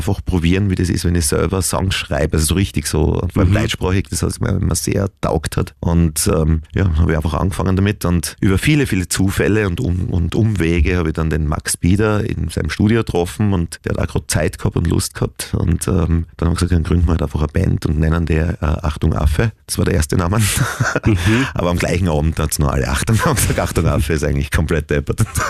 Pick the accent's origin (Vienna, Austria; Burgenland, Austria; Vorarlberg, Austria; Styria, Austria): Styria, Austria; Bruck an der Mur; ich komme immer aus Bruck an der Mur und also die Eltern alle, da waren Arbeiter